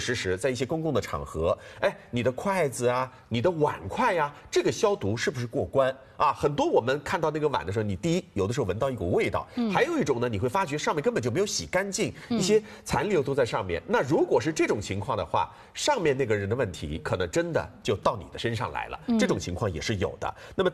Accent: China

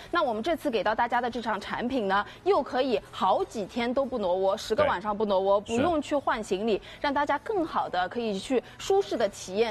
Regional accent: China; 其实河轮一定要适合我们中国人去乘坐，对不对？

